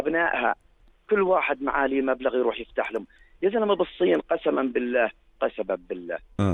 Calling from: Karak Governorate, Jordan; وهنا عندنا بالكرك

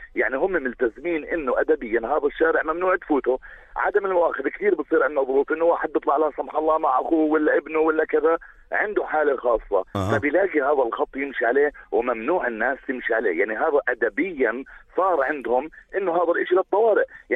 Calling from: Jordan; عندنا بالاردن

